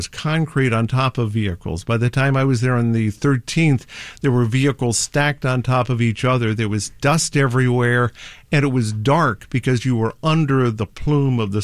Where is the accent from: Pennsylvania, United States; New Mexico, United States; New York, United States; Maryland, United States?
Pennsylvania, United States; Pittsburgh; I'm from Pennsylvania. I mean, Pittsburgh's my hometown.